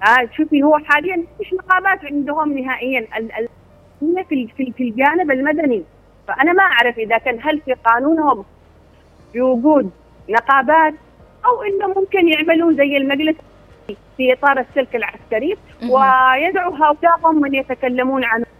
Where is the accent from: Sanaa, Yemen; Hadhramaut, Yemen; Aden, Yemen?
Aden, Yemen; نحن أبناء عدن ما يعتمدون إلا على رواتبهم.